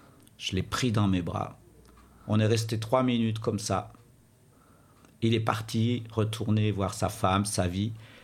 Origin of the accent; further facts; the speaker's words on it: France; born there; Ben, je viens de France, je suis né en France, je suis algérien.